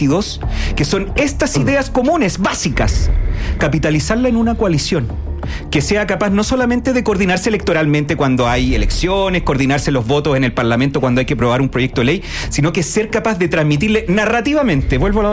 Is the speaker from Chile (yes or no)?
yes; Chile; porque nosotros somos sub-40, nos formamos, nos criamos, nos educamos en el Chile de los supercampeones